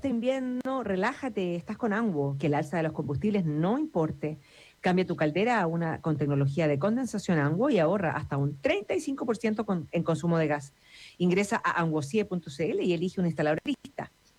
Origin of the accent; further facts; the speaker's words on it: Chile; también habla de lo que somos los chilenos